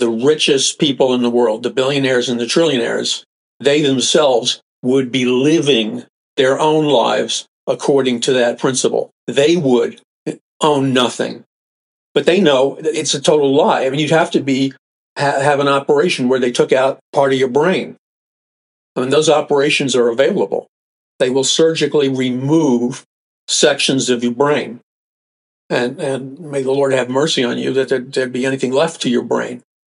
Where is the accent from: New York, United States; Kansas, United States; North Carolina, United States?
New York, United States; New York City; I remember growing up in New York City, people talk very straight, very.